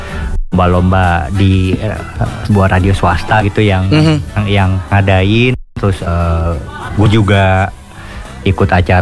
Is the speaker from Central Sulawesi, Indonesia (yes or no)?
no; South Jakarta, Jakarta, Indonesia; Iya, karena kita anak Jaksel gitu.